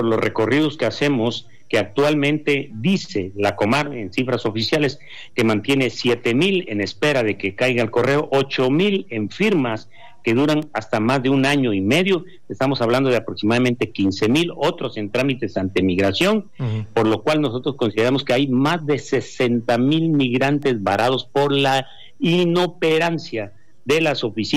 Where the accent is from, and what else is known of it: Mexico